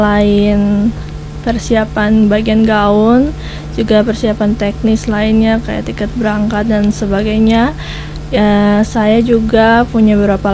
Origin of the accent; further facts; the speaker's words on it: Kaibobu, Maluku, Indonesia; saya terpikir kampung halaman saya, Kaibobu